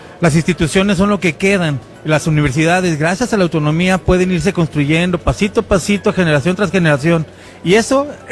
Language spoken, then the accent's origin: Spanish; Guadalajara, Jalisco, Mexico; Hola, ¿qué tal? … de Guadalajara.